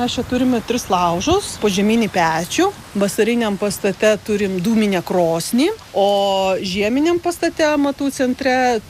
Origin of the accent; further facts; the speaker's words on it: Klaipėda, Klaipėda County, Lithuania; Ne, aš iš Klaipėdos.